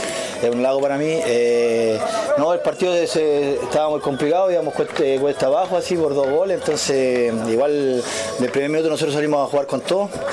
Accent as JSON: {"language": "Spanish", "town": "Constitución", "region": "Maule", "country": "Chile", "said": "soy de Constitución. Pues toda mi vida he jugado allá"}